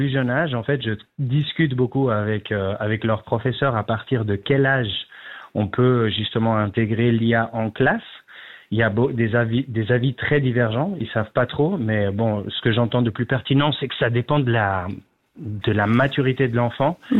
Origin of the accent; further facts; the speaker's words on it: Switzerland; en fait, j'ai la chance d'avoir accompagné tout public, dès ce qu'on appelle chez nous en Suisse les seniors